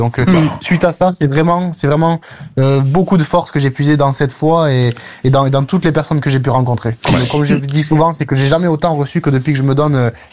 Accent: Colombia; now in France; je suis originaire de Colombie, donc qui est un pays très pieux, qui est très dévoué à la Vierge Marie, etc. Quand j'étais adopté, que je suis arrivé en France, je suis arrivé dans ma famille

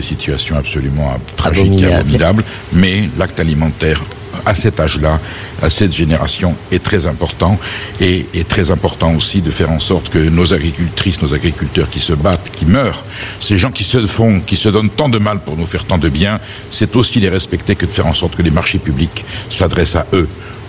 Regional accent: Nouvelle-Aquitaine, France

